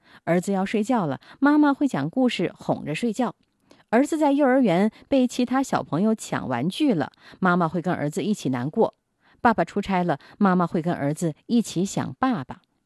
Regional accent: China

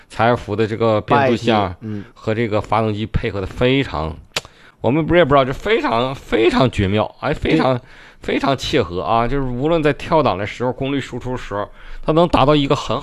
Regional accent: Northeast China, China; accent: Northeastern; 轻的撩的，是我们东北话

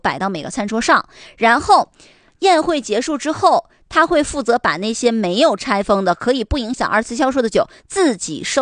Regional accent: Northeast China, China; now in Harbin, China; 我们东北人比较热情好客

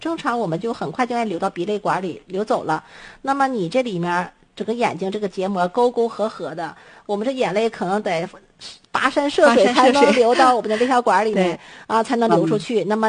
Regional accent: China; 我们中国人

